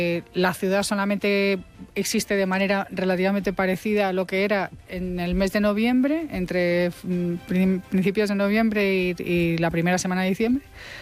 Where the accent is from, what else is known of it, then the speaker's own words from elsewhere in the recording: Santiago de Compostela, Galicia, Spain; Yo soy de Santiago de Compostela.